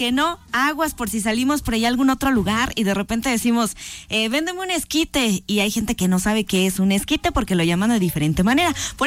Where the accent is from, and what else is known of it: Mexico